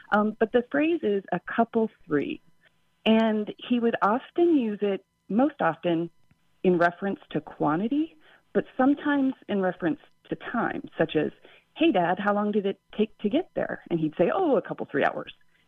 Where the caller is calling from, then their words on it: Tucson, Arizona, United States; I am calling from Tucson, Arizona today.